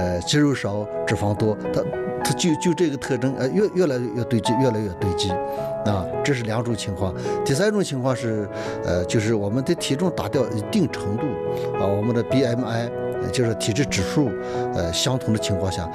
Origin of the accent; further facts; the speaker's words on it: China; 咱们千百年以来，我们中国人就是传统中医把我们养大的啊